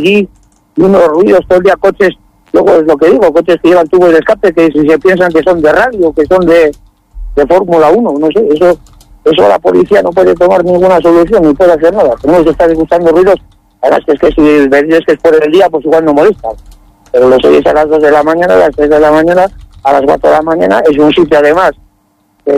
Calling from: Spain; yo vivo en Fuentecillas alrededores, vivo en la calle Zamora

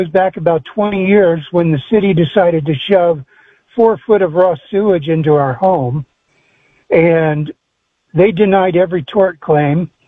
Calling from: Carmel, Indiana, United States; I'm from Carmel, Indiana.

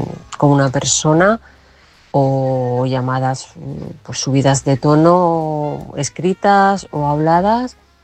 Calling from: Toledo, Castilla-La Mancha, Spain; de Toledo.

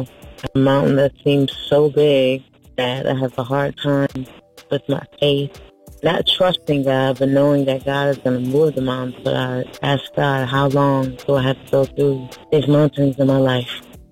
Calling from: Riverdale, Georgia, United States; I'm calling from Riverdale, Georgia

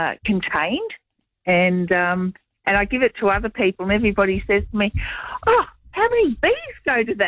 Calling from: Auckland, New Zealand; Auckland.

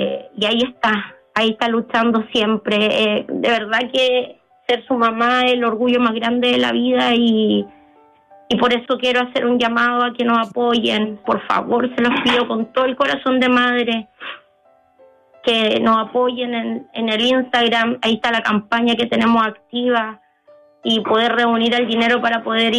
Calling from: Talcahuano, Biobío, Chile; somos de Talcahuano

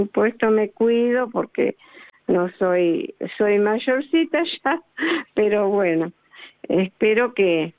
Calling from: Santa Rosa, La Pampa, Argentina; Santa Rosa, La Pampa.

